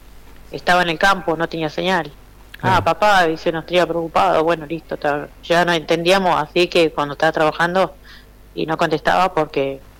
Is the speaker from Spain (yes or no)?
no; Buenos Aires, Argentina; No, yo soy de Buenos Aires y el hijo Cristian también es de Buenos Aires.